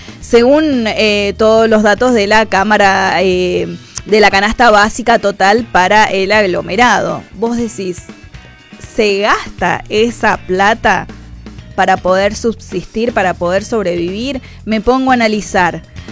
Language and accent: Spanish; Argentina; Yo sé que somos argentinos